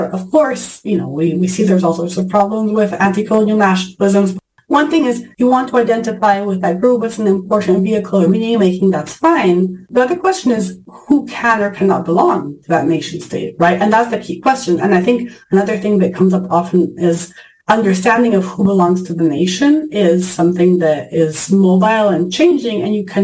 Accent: Italy; moved away; I grew up in Italy

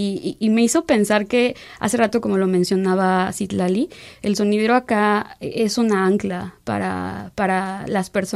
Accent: Hidalgo, Mexico; Y a pesar de que yo vengo de Hidalgo

